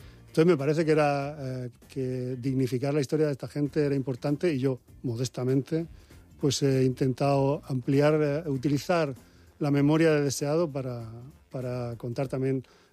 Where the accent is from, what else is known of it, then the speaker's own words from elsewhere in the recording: Almoradí, Valencian Community, Spain; Yo soy de un pueblo de Alicante que se llama Almoradí